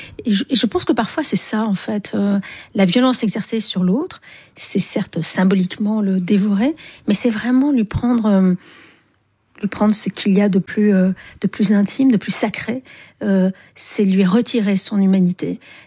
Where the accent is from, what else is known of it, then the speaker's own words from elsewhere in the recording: Algiers, Algiers Province, Algeria; parce que j'ai grandi à Alger, qui était un pays très viril, masculin.